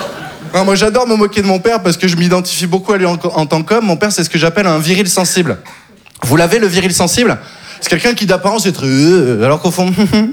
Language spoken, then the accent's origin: French; Occitanie, France; je viens du sud, j'ai grandi dans le Gard.